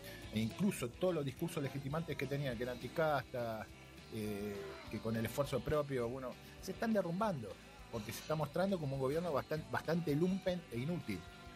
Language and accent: Spanish; Mar del Plata, Buenos Aires Province, Argentina; yo soy de Mar del Plata